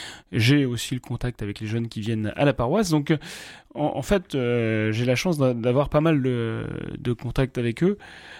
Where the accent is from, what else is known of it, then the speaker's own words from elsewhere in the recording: Hauts-de-France, France; je suis un homme, je suis français, je suis du diocèse de Lille, enfin en tout cas de la région lilloise.